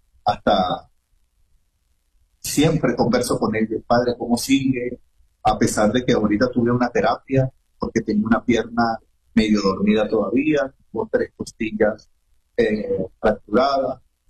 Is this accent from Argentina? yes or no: no; Caracas, Capital District, Venezuela; moved away as an adult; now in San Cristóbal, Venezuela; yo soy caraqueño. Sí, soy caraqueño, tengo toda mi familia en La Vega, en Caracas. Tengo en el Táchira, ya casi voy a cumplir dentro de un año y tanto, voy a cumplir 25 años aquí en el Táchira. Yo el 9 de agosto cumplí 23 años de vida